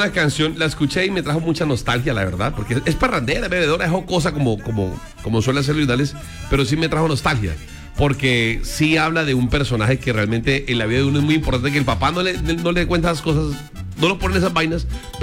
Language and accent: Spanish; Sucre, Colombia; yo soy de Sucre.